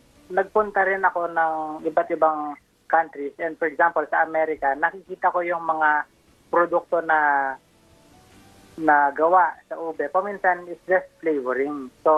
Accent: Central Luzon, Philippines; I can only speak sa area ko, which is I am from Pampanga. So yung mga alam kong nagtatanim ng ube, yung mga aita sa amin.

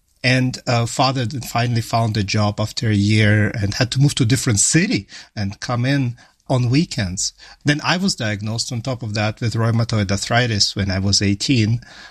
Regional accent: Ukraine; You know, it's been 5 years since we moved from Ukraine. At that time, we didn't have a single vacation.

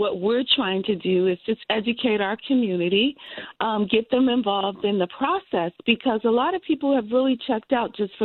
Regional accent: Ohio, United States; born there; moved away; I was born in Ohio, just left Ohio.

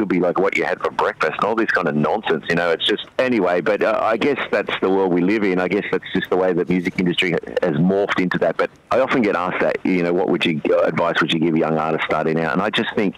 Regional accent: Wagga Wagga, New South Wales, Australia; growing up in Wagga, anything that came to town at the local theatre, mum and dad would buy tickets to it.

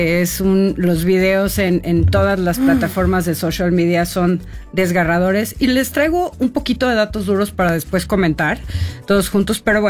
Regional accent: Mexico

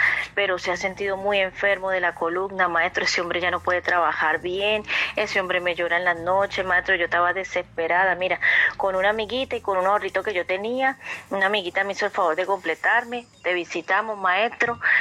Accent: Tierralta, Córdoba, Colombia; nosotros somos de Tierra Alta, Córdoba, nos vinimos para acá porque la verdad el trabajo estaba muy pesado por allá.

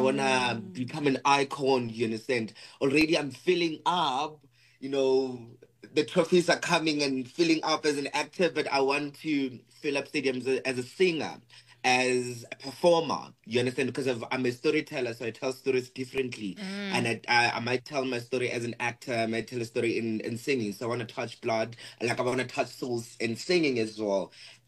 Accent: Limpopo, South Africa; Hi, guys. … I'm born and bred in Limpopo.

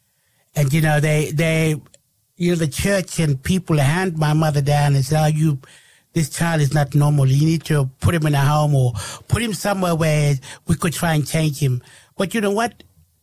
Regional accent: Australia; We are Australian. We're the First Nation, darling.

